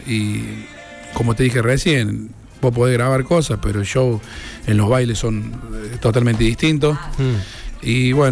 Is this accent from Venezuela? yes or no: no; Córdoba, Argentina; es nuestra provincia, somos muy ninguneados en la capital, en todos los del interior. No nos gusta, somos muy, muy del interior.